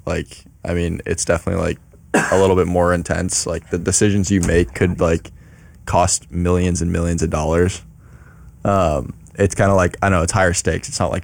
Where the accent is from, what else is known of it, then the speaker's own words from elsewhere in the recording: Bay Area, Marin County, California, United States; moved away as an adult; now in Orange, United States; I'm a senior finance major here at Chapman. I'm originally from the Bay Area, Marin County.